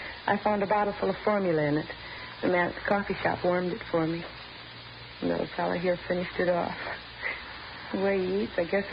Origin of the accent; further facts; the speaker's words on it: Cincinnati, Ohio, United States; Oh, no. I'm from Cincinnati.